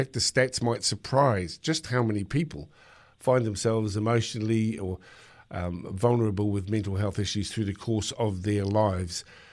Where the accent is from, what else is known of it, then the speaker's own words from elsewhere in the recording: New Zealand; I'm a Kiwi guy